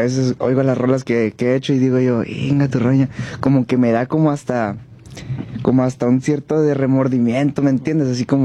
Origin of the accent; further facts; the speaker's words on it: Cuauhtémoc, Chihuahua, Mexico; No, yo soy de Chihuahua. Sí, de Cuauhtémoc, Chihuahua.